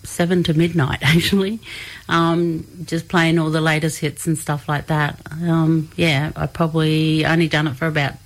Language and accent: English; Tennant Creek, Northern Territory, Australia; Yeah, so I grew up in Tennant Creek, Junggaragu, and I was sent here for school.